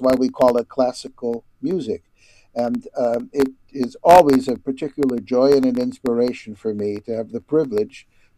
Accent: Chicago, Illinois, United States; accent: Chicago; despite my Chicago accent.

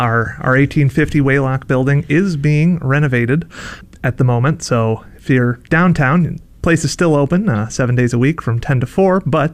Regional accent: New York, United States; I'm myself from Central New York.

